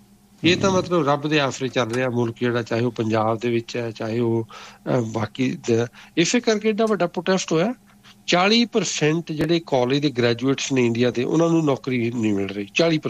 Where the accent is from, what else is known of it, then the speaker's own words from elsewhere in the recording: Jalandhar, Punjab, India; ਅਤੇ ਮੇਰਾ ਪਿੰਡ ਜਲੰਧਰ ਦੇ ਲੱਗਿਆ ਸੀ, ਉੱਥੇ ਜਲੰਧਰ ਵਗੈਰਾ ਦੇ ਲਵਾ ਰਹੇ